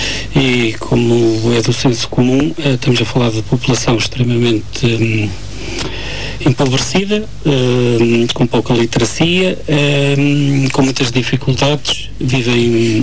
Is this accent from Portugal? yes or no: yes; Coimbra, Centro, Portugal; moved away as an adult; also born or lived in Azores; now in Guarda, Portugal; Eu sou de Coimbra, mas a minha esposa é cá da Guarda